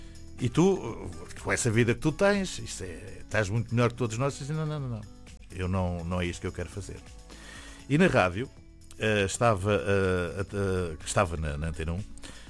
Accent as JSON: {"language": "Portuguese", "town": "Reguengos de Monsaraz", "region": "Alentejo", "country": "Portugal", "said": "no Alentejo, eu sou de Reguengos"}